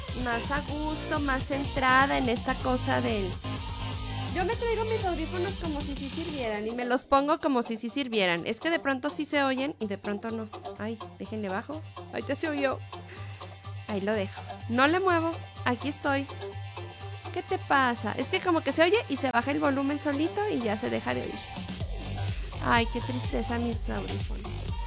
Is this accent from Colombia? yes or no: no; Mexico